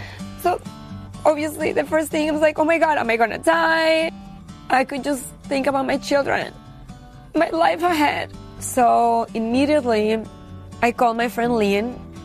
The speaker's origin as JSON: {"language": "English", "region": "Mexico City", "country": "Mexico", "tie": "born or raised there", "second_language": "English", "moved": "as an adult", "lives_now": "New York, United States", "said": "Growing up in Mexico"}